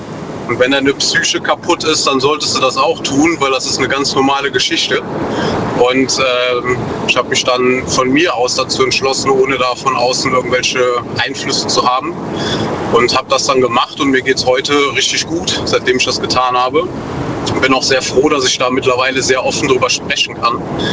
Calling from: North Rhine-Westphalia, Germany; Aus der Eifel, NRW.

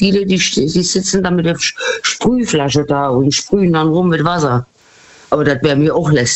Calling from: Rhineland-Palatinate, Germany; Aus dem Westerwald.

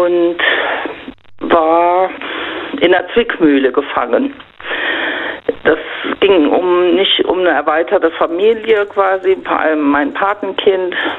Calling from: Rhineland-Palatinate, Germany; Ja, RPR Einzugsgebiet Rheinland-Pfalz.

